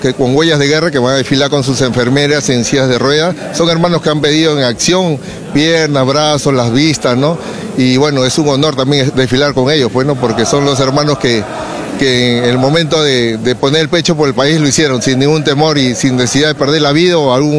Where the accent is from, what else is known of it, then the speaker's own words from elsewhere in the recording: Callao, Peru; yo soy de acá de Lima, de Callao